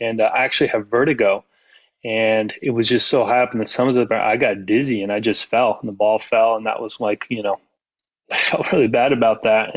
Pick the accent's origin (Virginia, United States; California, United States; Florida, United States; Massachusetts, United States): California, United States; So, I'm from Southern California, and so it kind of comes full circle where I started and where I ended my career.